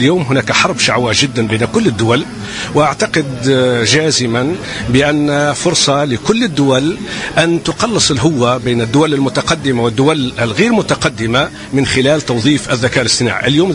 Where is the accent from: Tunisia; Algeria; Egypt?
Tunisia; بحكم أنا تونسي